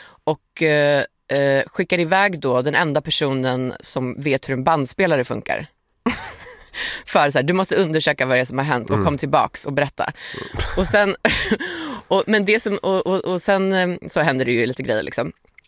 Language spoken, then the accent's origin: Swedish; Iceland; som jag läser då på engelska eftersom att jag är en dålig islänning.